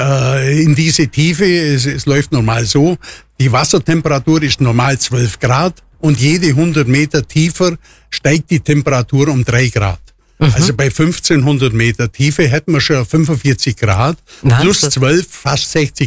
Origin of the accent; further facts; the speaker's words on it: Breitenbrunn, Bavaria, Germany; bei uns in Bedernau im Ortsteil der Gemeinde Breitenbrunn